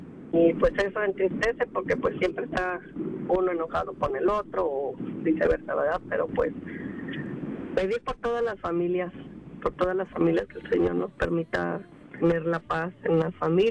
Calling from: Chicago, Illinois, United States; Yo le llamo de Chicago

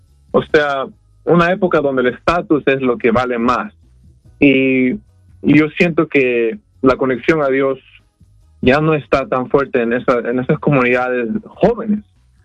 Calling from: Los Angeles, California, United States; soy aquí de Los Ángeles. Tengo 26 años

